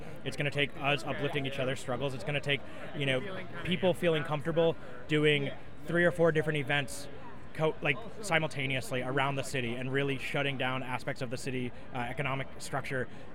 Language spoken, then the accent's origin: English; the South, United States; moved away; I come from the South, which is a very anti-union space